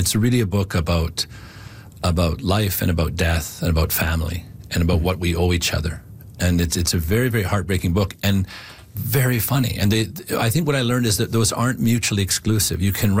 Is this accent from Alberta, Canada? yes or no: yes; Alberta, Canada; I grew up in Northern Alberta. I wanted out, but I could recognize that personality.